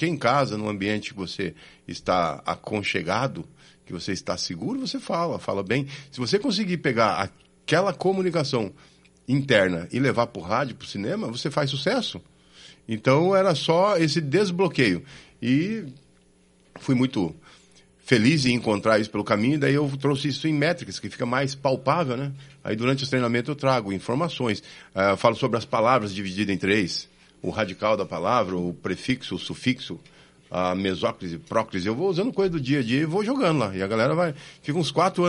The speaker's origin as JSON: {"language": "Portuguese", "region": "Paraná", "country": "Brazil", "said": "eu sou da região de Londrina, dá 90, 100 quilômetros."}